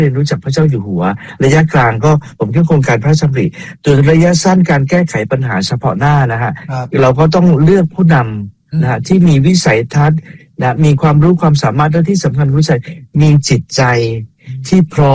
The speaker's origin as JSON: {"language": "Thai", "region": "Bangkok", "country": "Thailand", "said": "เราเป็นคนกรุงเทพ"}